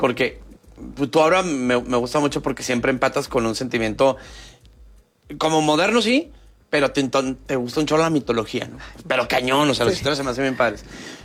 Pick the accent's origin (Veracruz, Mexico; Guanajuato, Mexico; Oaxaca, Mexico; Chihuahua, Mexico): Chihuahua, Mexico; now in Mexico City, Mexico; Yo vengo de Chihuahua y allá, o sea, el museo está solo, nomás iba yo.